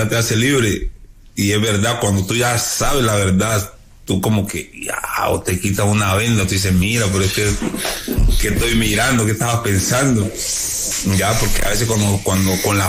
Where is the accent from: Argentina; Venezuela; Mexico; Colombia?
Colombia; moved away; Porque estoy solo, sí, soy yo colombiano ahí, estoy mirando y buscando mi cuarto